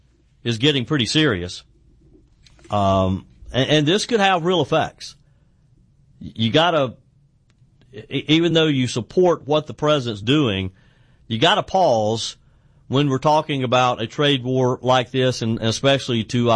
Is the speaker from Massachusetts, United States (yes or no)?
no; South Carolina, United States; say in my home state of the upstate of South Car